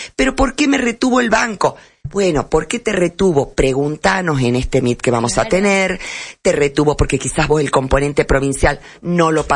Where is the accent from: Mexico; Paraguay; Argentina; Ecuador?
Argentina; Salta; cuando yo pongo el domicilio, que soy salteña, Salta Capital, inmediatamente me inscribe en el régimen provincial.